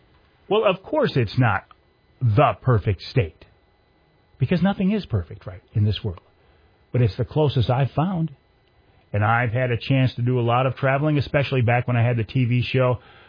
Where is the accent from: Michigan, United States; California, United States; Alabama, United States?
Michigan, United States; I was born in Michigan, born on the west side of Michigan. Northern Kent, well, actually born in Grand Rapids. Grew up in northern Kent County.